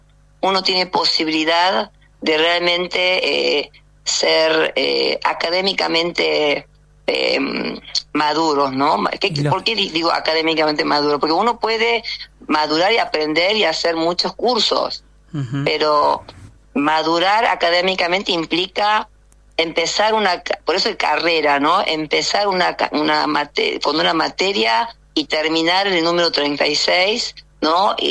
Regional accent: Argentina; born there; Spanish is a second language; also born or lived in South Korea; siendo coreana de nacimiento y argentina por adopción, y este idioma, igual que la escritura, las aprendí, las adquirí a mis 9, 10 años.

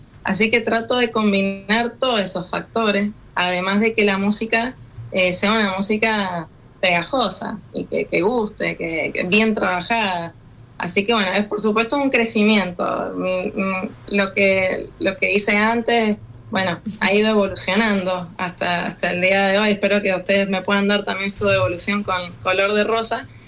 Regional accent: Argentina; moved away; es hermoso para mí como argentina poder compartirlas con la gente

